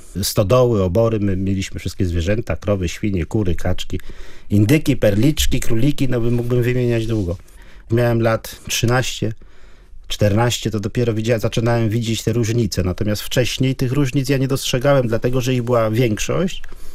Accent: Kuyavian-Pomeranian Voivodeship, Poland; born there; Natomiast moi rodzice są autochtonami. To znaczy z tego co wiem, to jest myślę, że około 6-7 pokoleń z Kujaw, z terenów pomiędzy Izbicą Kujawską, to jest Lubraniec i na zachód, na przygranicy z Wielkopolską

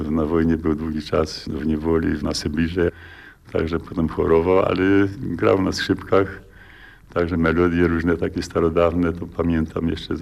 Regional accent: Albigowa, Subcarpathian Voivodeship, Poland; u nas w Albigowej

